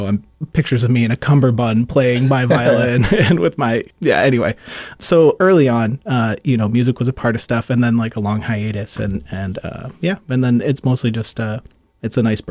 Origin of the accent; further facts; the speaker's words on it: Milwaukee, Wisconsin, United States; I grew up in Milwaukee